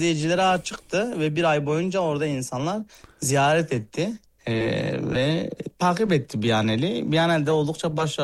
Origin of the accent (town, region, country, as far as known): Mardin, Turkey; born or raised there